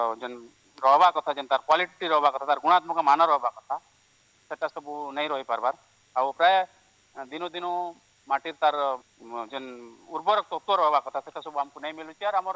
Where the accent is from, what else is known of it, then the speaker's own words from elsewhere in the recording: Badagunda, Odisha, India; ମୋର ଗାଁ ବଡ଼ଗୁଣ୍ଡରେ ଗାଡ଼େପଞ୍ଚ ପଞ୍ଚାୟତ ନର୍ଲା ବ୍ଲକ।